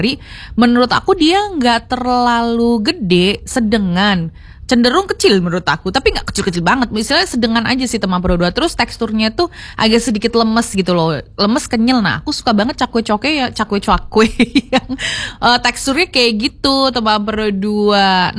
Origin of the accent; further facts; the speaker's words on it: Surabaya, East Java, Indonesia; Aku wong Barat ya kan, jadi ngertiin yang Surabaya Barat.